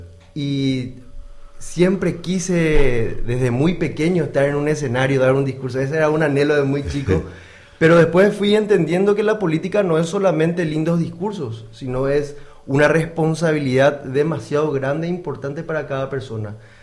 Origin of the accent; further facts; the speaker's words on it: Encarnación, Itapúa, Paraguay; es un joven encarnaceno, nacido, criado y malcriado acá.